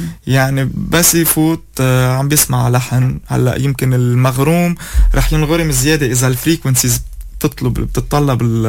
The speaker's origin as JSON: {"language": "Arabic", "country": "Lebanon", "said": "عم اسمعنا كلبنانية"}